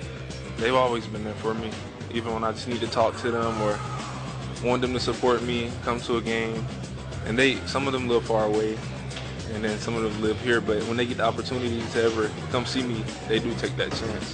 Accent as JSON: {"language": "English", "town": "Atlanta", "region": "Georgia", "country": "United States", "said": "I'm from Atlanta, Georgia."}